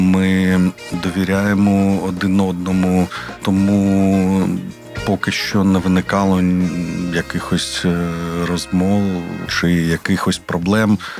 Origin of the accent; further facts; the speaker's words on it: Kryvyi Rih, Dnipropetrovsk Oblast, Ukraine; born there; я, і Олександр, мій співавтор, композитор, ми народилися в Кривому Розі